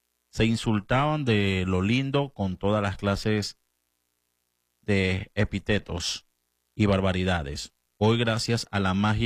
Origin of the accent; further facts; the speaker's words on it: Venezuela; también reencontrarnos nosotros mismos como venezolanos